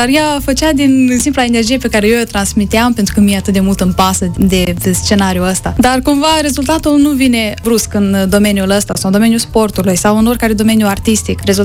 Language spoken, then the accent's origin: Romanian; Strășeni, Strășeni District, Moldova; Eu am crescut în Strășeni, alături de părinți, de bunei, n-am istorii tragice cu plecare peste hotare sau ceva de genul.